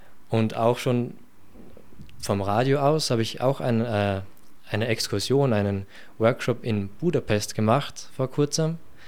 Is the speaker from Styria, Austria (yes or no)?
yes; Bad Aussee, Styria, Austria; Ich komme aus Bad Aussee und komme mit dem Zug, pendle täglich hin und her.